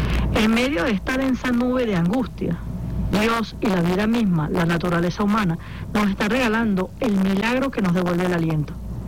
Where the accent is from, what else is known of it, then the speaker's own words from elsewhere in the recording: Venezuela; somos hermanos venezolanos que nos necesitamos los unos a los otros